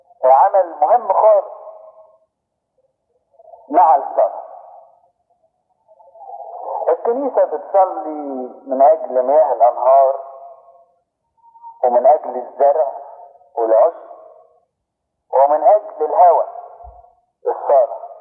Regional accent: Egypt; انما التاريخ عندنا في مصر هنا يقول

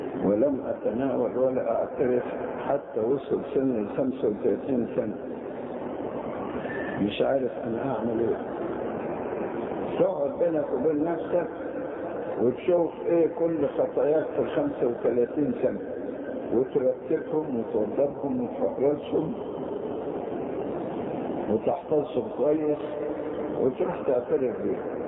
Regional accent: Cairo, Cairo Governorate, Egypt; واحنا عندنا في القاهرة ازيد من 400 من الاباء الكهنة

